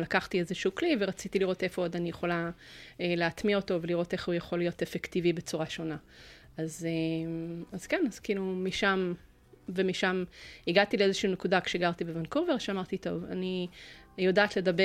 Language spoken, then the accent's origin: Hebrew; Tzippori, Northern District, Israel; also born or lived in Canada; לא, אני נולדתי בקנדה, ואנחנו עשינו עלייה כשהייתי בת 6-7 מקנדה לישראל, וגדלתי שם במושב פסטורלי ציפורי.